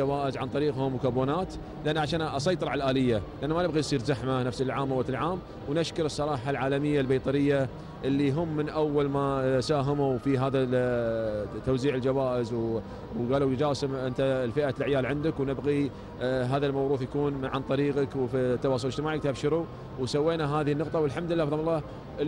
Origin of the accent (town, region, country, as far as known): Qatar